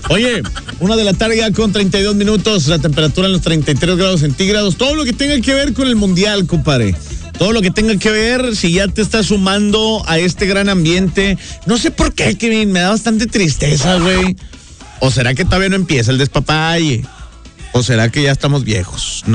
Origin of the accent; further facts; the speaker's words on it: Mexico; Yo soy mexicano hasta el tope